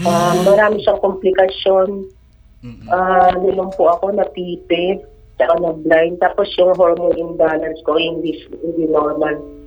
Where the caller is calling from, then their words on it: Calabarzon, Philippines; ng Laguna.